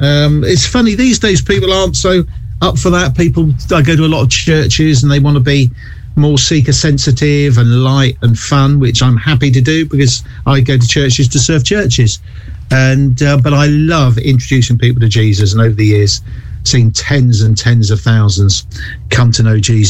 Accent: United Kingdom; I explained I was from London. Well, I'm not from London, I'm from the South Coast

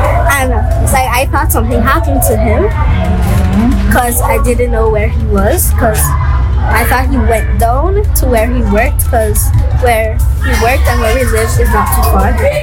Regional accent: Carriacou and Petite Martinique, Grenada; And I was born in Grenada, but I grew up here.

